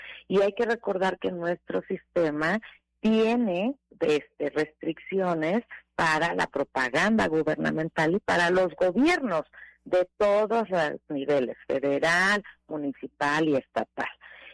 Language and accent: Spanish; Mexico; Me parece que como mexicanas y mexicanos ahí tenemos que estar muy atentos a exigirles por la independencia, la imparcialidad.